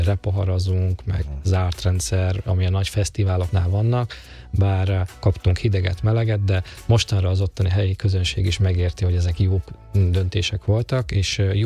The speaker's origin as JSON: {"language": "Hungarian", "town": "Salgótarján", "region": "Nógrád", "country": "Hungary", "said": "voltak tehetséges zenekarok a Salgó Tarjánban, én onnan származom"}